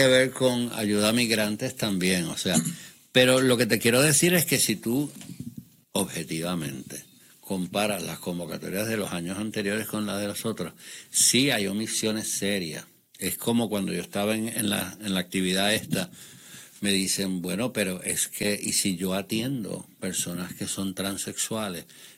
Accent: Puerto Rico; Mira, yo voy a darle énfasis a que somos puertorriqueños, a que somos hispanos, a que somos minorías

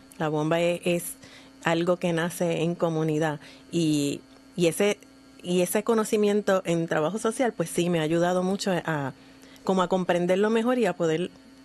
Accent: San Juan, Puerto Rico; now in Carolina, Puerto Rico; yo soy, me crié en Santurce, en Villa Palmera, estudié prácticamente toda mi vida estudiantil por allá, excepto los últimos años, siempre he vivido en Carolina. Pero toda mi familia es de Villa Palmera y pues yo estudié por allá todo el tiempo.

